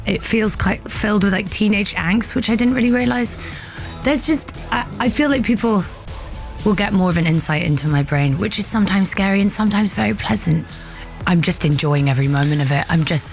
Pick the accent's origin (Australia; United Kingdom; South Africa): United Kingdom; moved away; I'm so proud of being British. I'm so proud. But I haven't lived here in a long time.